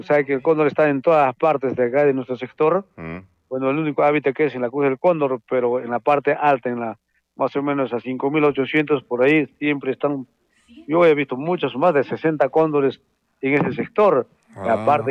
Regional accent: Cabanaconde, Arequipa, Peru; No, todos somos de Cabanaconde, todos los emprendedores que están viniendo aquí son de Cabanaconde

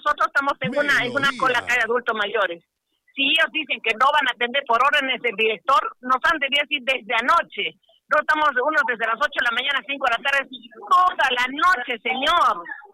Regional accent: Valle de Tambo, Arequipa, Peru; Yo soy de Valle de Tambo. Yo he venido, primer carro de 2 de la mañana.

